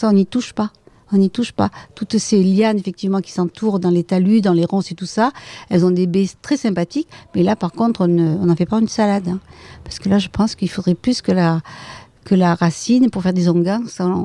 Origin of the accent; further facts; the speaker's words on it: Gagnac, Occitanie, France; Moi, je suis née à Gagnac, j'y ai vécu, j'en suis guère partie puisque j'ai fait à peine le tour de l'église, hein, puisque j'y habite, nous y habitons.